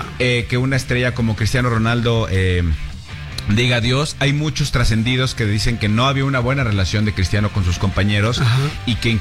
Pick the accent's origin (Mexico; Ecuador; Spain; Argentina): Mexico; Y como mexicano, pues sí te da como esa, claro, cosita.